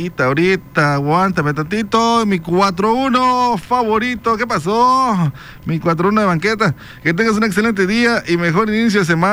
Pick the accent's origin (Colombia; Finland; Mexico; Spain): Mexico; yo soy mexicano, aquí nací, aquí me crié